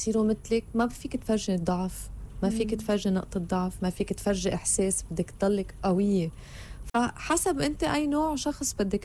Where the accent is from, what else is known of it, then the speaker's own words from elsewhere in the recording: Lebanon; وأنا كنت هيك عم فكر كلبنانية، أنا بس بدي أعيش، أنا بس بدي أعيش. 60% من حياتي عشتها حروب.